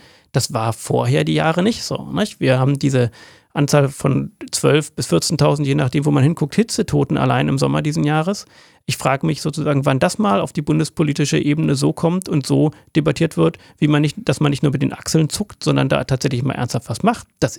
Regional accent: Germany; als Deutsche, wir produzieren 2% des weltweiten CO2-Ausstoßes, aber haben 1% der weltweiten Bevölkerung.

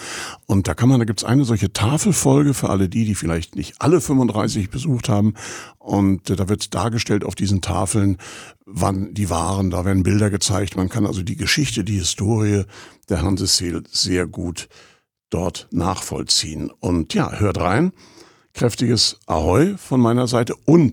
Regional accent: Rostock, Mecklenburg-Vorpommern, Germany; born or raised there

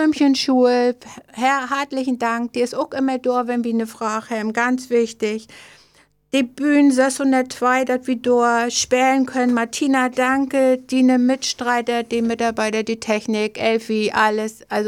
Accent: Mecklenburg-Vorpommern, Germany

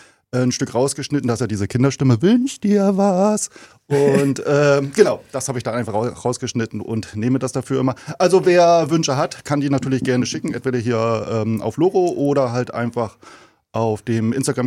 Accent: East Germany, Germany; Ja, ich bin aus dem Osten, aber zu der Zeit war ich, also zur Wendezeit war ich 9.

